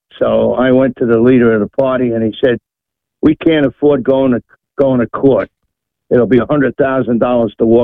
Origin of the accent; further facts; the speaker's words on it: New York City, New York, United States; now in Washington, D.C., United States; In New York City, that's my hometown.